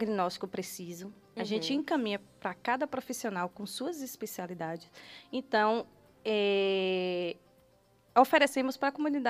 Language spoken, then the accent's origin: Portuguese; Bahia, Brazil; born there; do Retiro, que é onde eu nasci.